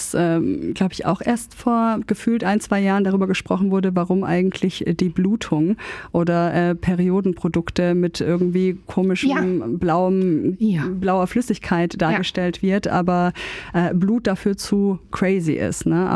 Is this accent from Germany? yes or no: yes; Swabia, Germany; Ich als Schwabe